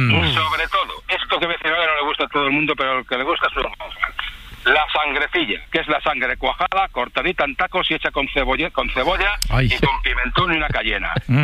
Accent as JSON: {"language": "Spanish", "town": "Valladolid", "region": "Castile and León", "country": "Spain", "said": "Yo soy de Valladolid, Valladolid de capital, ¿vale? De generaciones."}